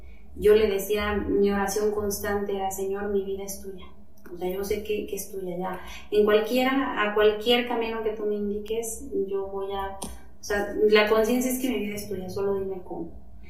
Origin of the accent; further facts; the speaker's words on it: Michoacán, Mexico; moved away; Yo soy originaria de Michoacán